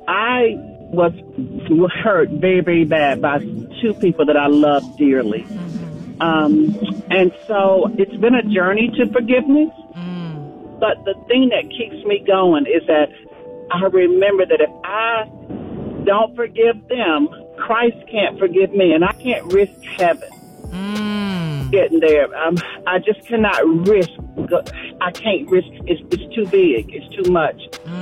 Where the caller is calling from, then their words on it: United States; I'm calling from Douglas County.